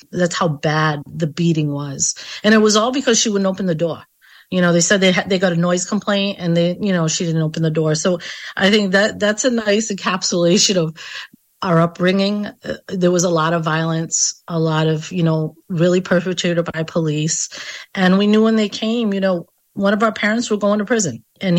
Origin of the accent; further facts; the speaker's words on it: Pawtucket, Rhode Island, United States; you know, growing up in Pawtucket in that community, I don't think we met anybody who wasn't impacted by the criminal legal system and incarceration